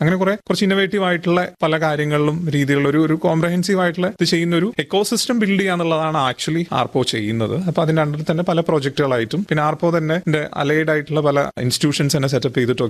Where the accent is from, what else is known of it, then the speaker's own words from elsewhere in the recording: Kozhikode, Kerala, India; കാരണം ഇപ്പൊ ഞാൻ വരുന്നത് കോഴിക്കോട് നിന്നാണ്.